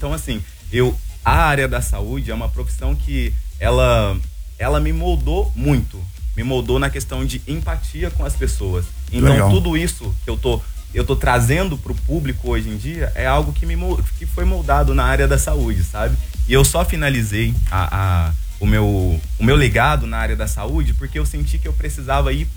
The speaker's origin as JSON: {"language": "Portuguese", "town": "Franca", "region": "São Paulo", "country": "Brazil", "moved": "as an adult", "lives_now": "Balneário Camboriú, Brazil", "said": "eu venho de Franca, São Paulo. É uma cidade do interior, fica a 500 quilômetros da capital de São Paulo."}